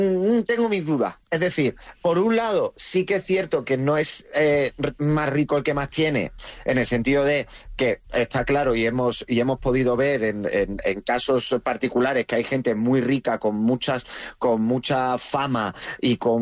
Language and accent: Spanish; Rincón de la Victoria, Andalusia, Spain; no solo cuando me bajo a mi pueblo, Rincón de la Victoria, Málaga, el mejor pueblo del mundo